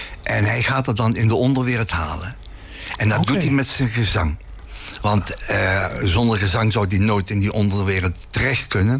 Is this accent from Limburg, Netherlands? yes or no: yes; Limburg, Netherlands; accent: zachte G; also born or lived in Vlaardingen; now in Schiedam, Netherlands; Ja, ik kom uit Limburg, ja.